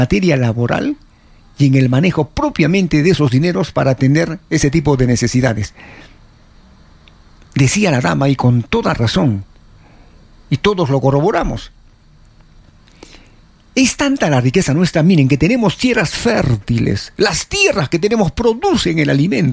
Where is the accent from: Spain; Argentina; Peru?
Peru